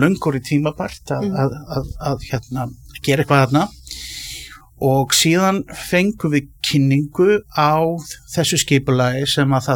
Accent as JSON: {"language": "Icelandic", "town": "Kópavogur", "region": "Capital Region", "country": "Iceland", "said": "ég er Kópavogsbúi og hérna var í MK á sínu tíma"}